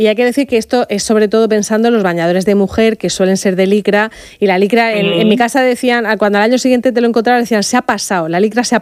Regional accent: Region of Murcia, Spain

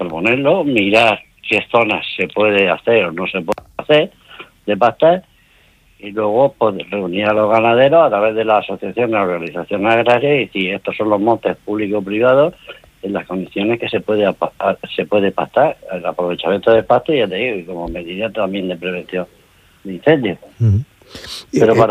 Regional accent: Andalusia, Spain; moved away; Yo provengo de la zona de Andalucía.

